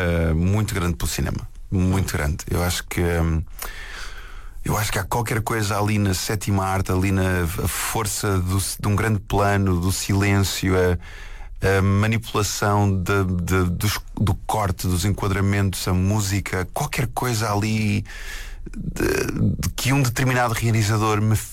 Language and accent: Portuguese; Portugal; Nós temos muitos defeitos como portugueses